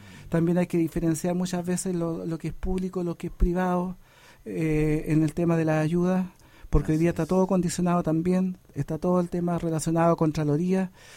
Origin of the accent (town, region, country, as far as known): Chile